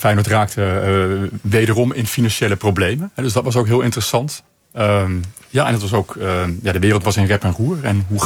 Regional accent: Alkmaar, North Holland, Netherlands; Ik ben opgegroeid in Alkmaar, dus dat is echt mijn club.

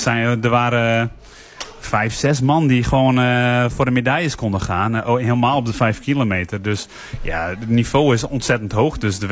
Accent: Friesland, Netherlands; Dat is voor mij als schaatser, als marathonschaatser, als Fries zijnde is dat... de ultieme droom, ja.

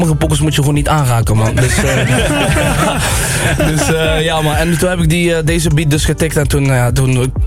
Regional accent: Venlo, Limburg, Netherlands; Ik kom van Venlo

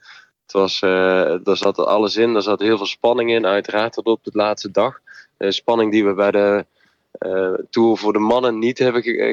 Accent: Netherlands; zeker voor ons als Nederlanders.

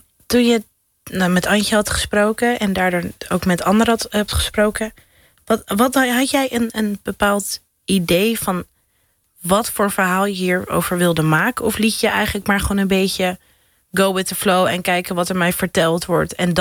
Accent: Amsterdam, North Holland, Netherlands; Ik kom ook uit Amsterdam, geen idee.

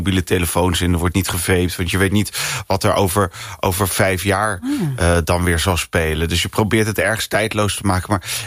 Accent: Rotterdam, South Holland, Netherlands; Ja, ik ben een Rotterdammer. Ja, is bij Zalmplaat, is op Rotterdam-Zuid.

